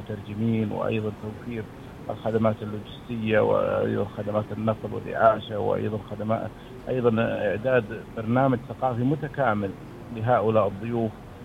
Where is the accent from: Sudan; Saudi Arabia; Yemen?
Saudi Arabia; نحن كمواطنين سعوديين